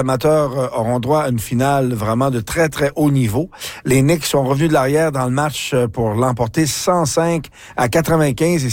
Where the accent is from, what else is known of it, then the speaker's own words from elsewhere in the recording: Manitoba, Canada; chez nous au Manitoba